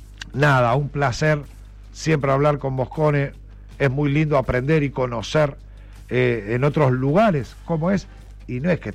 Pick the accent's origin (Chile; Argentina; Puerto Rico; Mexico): Argentina; Tres Arroyos, Buenos Aires Province; moved away; yo nací y me crié en aquella zona, en Tres Arroyos.